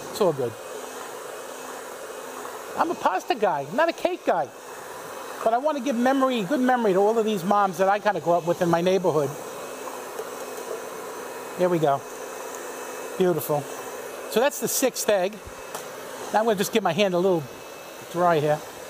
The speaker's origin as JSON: {"language": "English", "town": "West Babylon", "region": "New York", "country": "United States", "tie": "born or raised there", "said": "the community where I grew up in West Babylon was really a very Catholic community"}